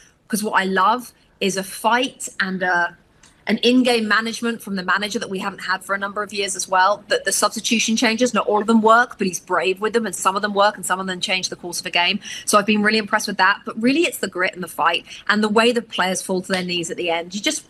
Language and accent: English; England, United Kingdom; now in United States